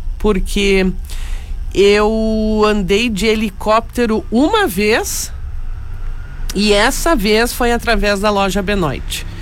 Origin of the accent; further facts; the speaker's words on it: Salvador do Sul, Rio Grande do Sul, Brazil; born there; sobrevoando a minha terra, a terra onde eu nasci, sobrevoando Salvador do Sul